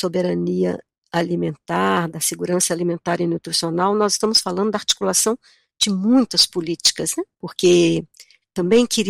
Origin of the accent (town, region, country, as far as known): Minas Gerais, Brazil